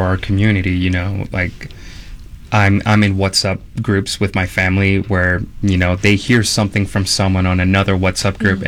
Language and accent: Spanish; Bucaramanga, Santander, Colombia; moved away; crecimos en Bucaramanga, el departamento de Santander en Colombia, en el cual tenemos actividad sísmica frecuentemente.